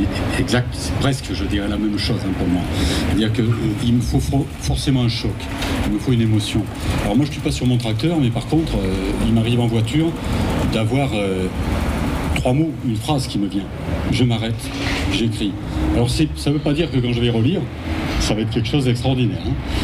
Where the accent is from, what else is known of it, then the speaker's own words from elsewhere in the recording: Rodez, Occitanie, France; born there; also born or lived in Sète; je suis né à Rodez et je vis à Rodez et à Sète.